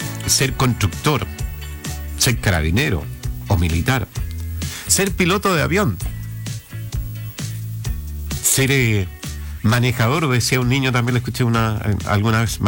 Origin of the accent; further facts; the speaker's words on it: Chile; está revelando cómo somos los chilenos